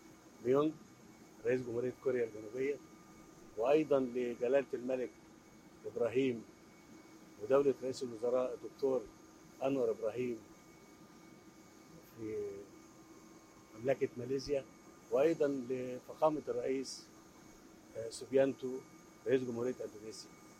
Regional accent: Egypt; بلدنا مصر

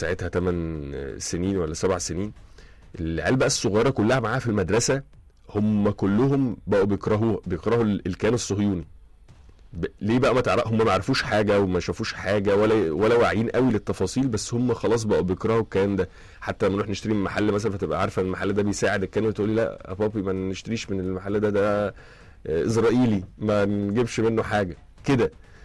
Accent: Egypt

